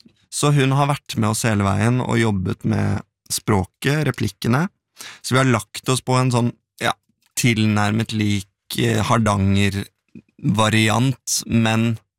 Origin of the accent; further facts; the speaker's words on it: Eastern Norway, Norway; accent: Eastern Norwegian; Altså, jeg høres jo ut som en østlending, men det skal sies at bak mitt mål så lurer det seg utelukkende vestnorske gener.